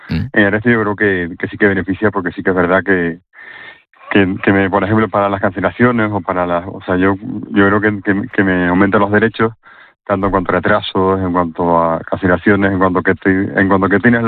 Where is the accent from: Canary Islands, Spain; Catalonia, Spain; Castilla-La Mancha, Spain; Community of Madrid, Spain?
Canary Islands, Spain; born there; now in Spain (mainland); al ser canarios que en su momento nacimos en Canarias y que tuvimos casa en Canarias o que vivimos a casa de nuestros padres